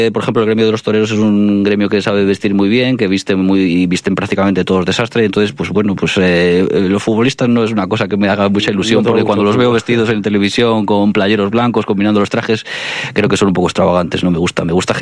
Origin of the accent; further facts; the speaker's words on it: Ponferrada, Castile and León, Spain; es un privilegio para mí poder estar en Ponferrada, que es mi ciudad natal